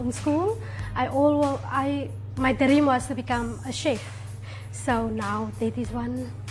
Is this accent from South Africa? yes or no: yes; Prince Albert, Western Cape, South Africa; born there; also born or lived in George